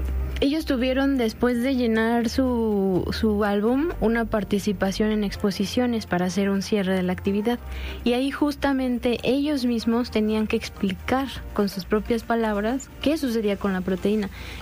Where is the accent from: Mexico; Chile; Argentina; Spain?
Mexico; por ejemplo, como mexicanos, pues hay cultura